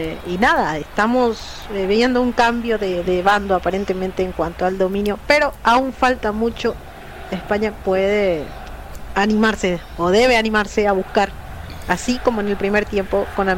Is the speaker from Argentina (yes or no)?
no; Paraguay; yo, como paraguaya